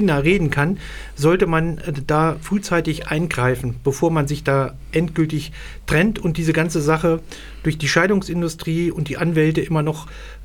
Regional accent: Nordhausen, Thuringia, Germany; ich stamme hier aus Nordhausen

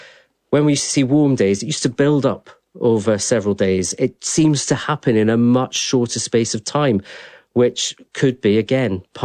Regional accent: Scotland, United Kingdom; born or raised there

